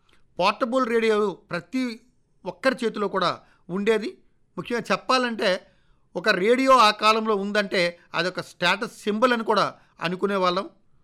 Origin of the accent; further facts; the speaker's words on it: Srikakulam district, Andhra Pradesh, India; పుట్టి పెరిగింది శ్రీకాకుళం జిల్లాలోని రైతు కుటుంబంలో, ఒక మారుమూల కుగ్రామంలో.